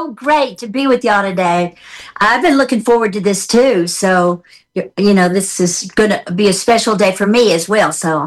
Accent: Memphis, Tennessee, United States; I grew up in Memphis

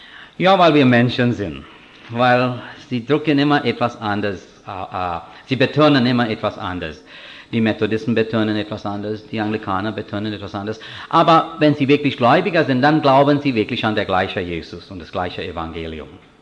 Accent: India; Meiner Meinung nach als Inder, es gibt viel mehr Toleranz hier im Westen.

